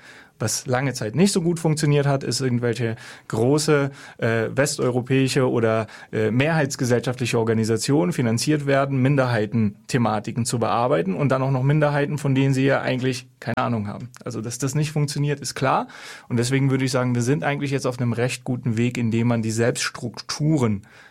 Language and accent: German; Bulgaria; moved away; Also ich bin in Bulgarien geboren, in Bulgarien aufgewachsen, ich habe die bulgarische Staatsbürgerschaft. Und man muss mich nicht in die bulgarische Struktur integrieren. Also ich fühle mich bulgarisch